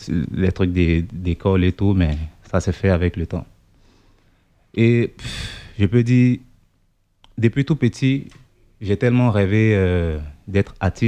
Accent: Côte d’Ivoire; moved away; on habitait un peu, du genre, une cour commune, là-bas en Afrique, en Côte d'Ivoire, parce que c'est okay. là d'où je viens. Je précise bien, je suis ivoirien.

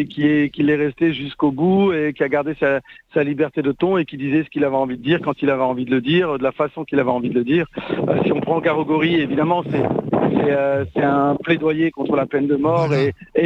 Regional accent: Lille, Hauts-de-France, France; donc on a commencé à Lille, hein, on est originaire de Lille, là-haut à la maison

